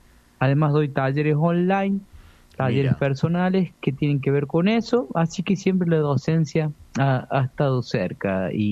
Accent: Villa Dolores, Córdoba, Argentina; Son, de mis pagos, Villa Dolores, yo soy de Tras la Sierra, de Córdoba Oeste sería.

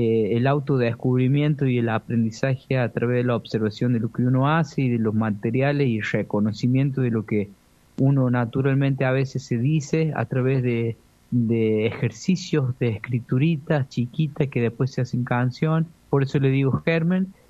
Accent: Villa Dolores, Córdoba, Argentina; Son, de mis pagos, Villa Dolores, yo soy de Tras la Sierra, de Córdoba Oeste sería.

